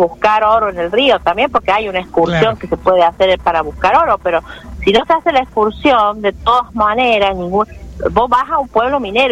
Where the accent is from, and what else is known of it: La Carolina, San Luis, Argentina